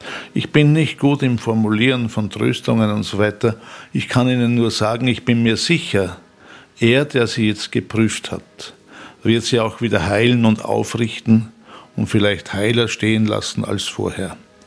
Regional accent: Upper Austria, Austria; Wir haben da eher Ebene, aber wenn ich in meine Heimat fahre, da fängt dann der Kobernaußerwald an und so, da wird schon sehr hügelig und waldig.

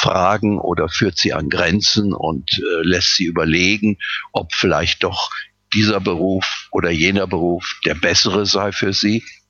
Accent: Rheine, North Rhine-Westphalia, Germany; besuchte kranke Soldaten bei uns in Norddeutschland, in Rheine, in einem Krankenhaus fast täglich.

